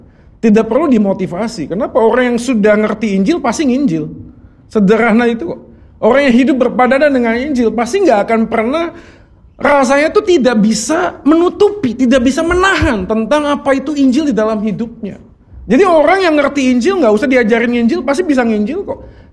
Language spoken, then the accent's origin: Indonesian; Bandung, West Java, Indonesia; now in Surabaya, Indonesia; Orang bilang muka saya ini cetakannya orang Batak, betul ya. Papa mama saya dari Sumatera, tapi saya lahir dan besar di Bandung. Jadi saya gak bisa bahasa Batak, saya lebih fasih bahasa Sunda.